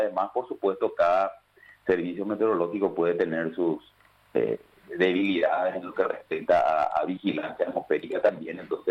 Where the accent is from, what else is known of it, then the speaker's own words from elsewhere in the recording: Paraguay; paraguayos somos muy particulares.